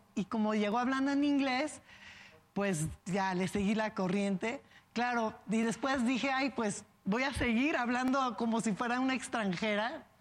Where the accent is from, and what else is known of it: Mexico; born or raised there